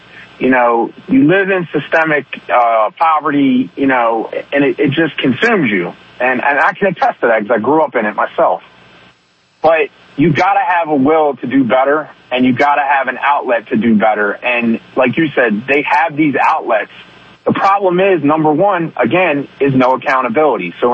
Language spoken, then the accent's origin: English; Baltimore, Maryland, United States; I grew up in Baltimore City